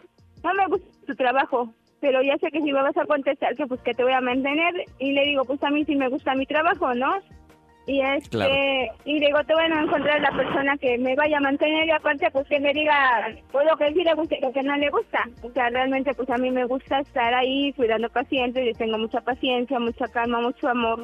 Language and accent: Spanish; Orizaba, Veracruz, Mexico; 40 y soy de Orizaba, Veracruz.